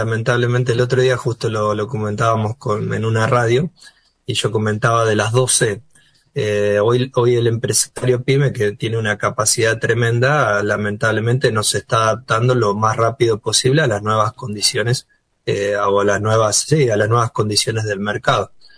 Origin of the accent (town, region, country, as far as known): Argentina